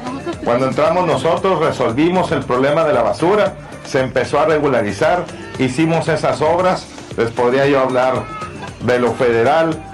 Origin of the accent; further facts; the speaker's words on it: Ensenada, Baja California, Mexico; born there; Allá estuvimos también en el Armando Territorio, en mi ciudad natal, Ensenada